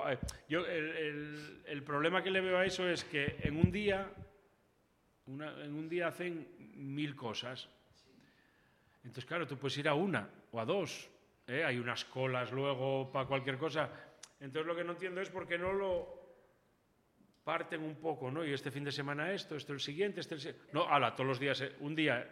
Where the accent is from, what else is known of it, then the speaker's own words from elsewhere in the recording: Vigo, Galicia, Spain; yo crecí en Vigo